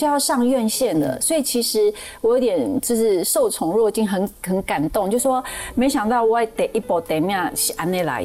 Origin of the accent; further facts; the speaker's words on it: Tainan, Taiwan; now in Taipei, Taiwan; 因为毕竟我是台南人，虽然在台北生活很久了